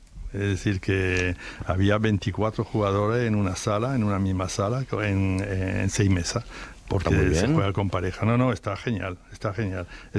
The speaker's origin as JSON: {"language": "Spanish", "country": "France", "moved": "yes", "lives_now": "Cáceres, Spain", "said": "Yo soy francés, vivo en Cáceres y tengo que votar cuando son las elecciones."}